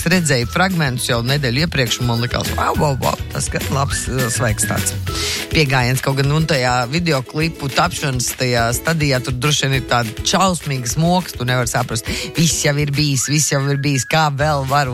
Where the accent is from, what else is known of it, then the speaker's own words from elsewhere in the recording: Jūrmala, Latvia; Nē, es saku čīkst, tāpēc, ka es no Jūrmalas, un Jūrmalā tā vasara atnāk un bišķi lēnāk.